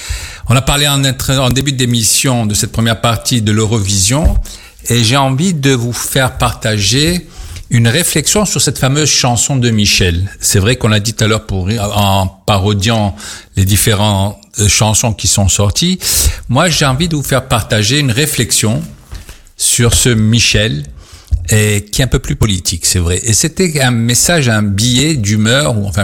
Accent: Sfax, Sfax Governorate, Tunisia; nous, les sfaxiens que nous sommes

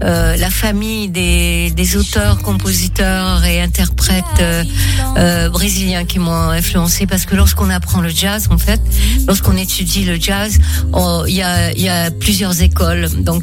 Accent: Quebec, Canada; also born or lived in Paris; de Paris, nous sommes partis en Abitibi-Témiscamingue, qui est une région minière au Québec, entre Montréal et la baie de James, la baie d'Hudson.

